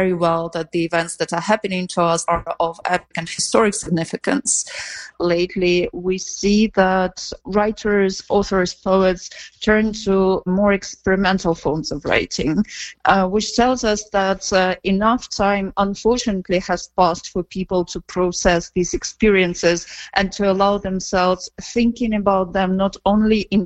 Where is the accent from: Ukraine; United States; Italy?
Ukraine; Eastern Ukraine; first language Russian; English is a second language; I'm coming from the east of the country. My first language was indeed Russian, and I switched to Ukrainian after the Revolution of Dignity in 2013-14 and the Russian invasion in 2014.